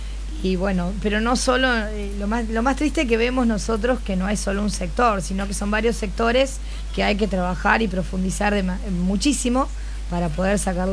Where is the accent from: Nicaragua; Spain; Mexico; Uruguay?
Uruguay; now in Argentina; yo soy uruguaya, ¿no, Eduardo? Sí, pero desde que yo estoy acá en la Argentina desde el año 2001